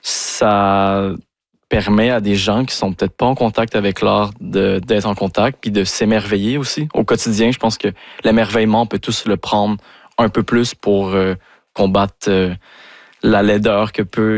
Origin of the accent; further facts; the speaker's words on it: Montreal, Quebec, Canada; Ben moi, j'ai grandi à Montréal.